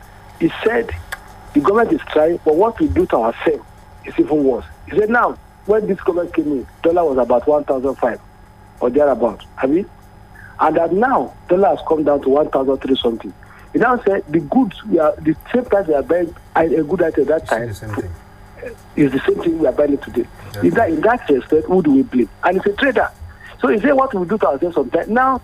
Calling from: Nigeria

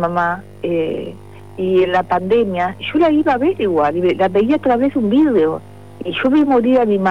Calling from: Maldonado, Uruguay; vivo en Maldonado, y yo iba día por media mina, pero yo no soy de acá.

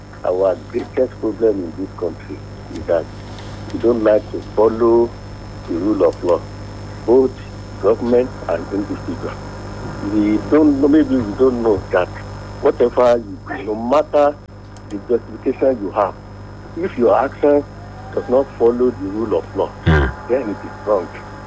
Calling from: Sango, Nigeria; from Sango.

